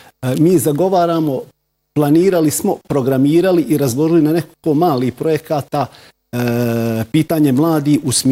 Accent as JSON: {"language": "Bosnian", "town": "Velika Kladuša", "region": "Federation of Bosnia and Herzegovina", "country": "Bosnia & Herzegovina", "tie": "born or raised there", "said": "evo ja sam iz Velike Kladušće, iz Todorova gdje sam rođen"}